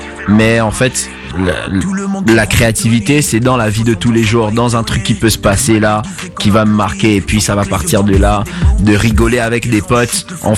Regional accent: Gabon; moved away; Moi, quand j'ai quitté le Gabon, je voulais absolument parler anglais. Or, on me disait déjà va en France, tout ça. Tu reviens du Gabon, tu parles français.

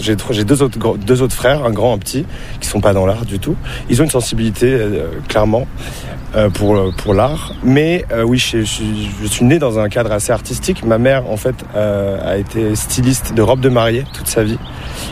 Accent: Paris, Île-de-France, France; Je suis né à Paris, dans le 12e. J'ai fait toute mon adolescence à Paris

